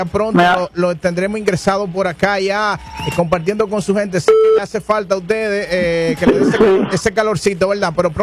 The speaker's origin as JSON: {"language": "Spanish", "country": "Dominican Republic", "moved": "yes", "said": "soy de la RD"}